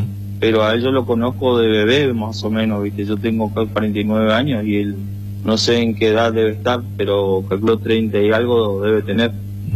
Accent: Eldorado, Misiones, Argentina; nacimos acá en El Dorado, nos criamos acá y somos de buena cepa.

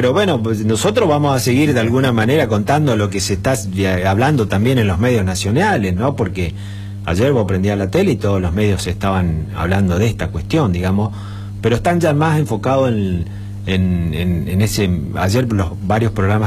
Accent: Argentina

